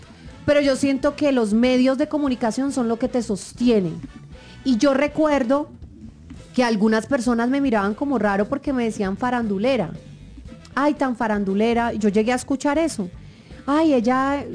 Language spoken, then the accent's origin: Spanish; Cali, Valle del Cauca, Colombia; la puedo romper como caleña porque tengo las herramientas y he construido una cultura muy caleña durante toda mi vida.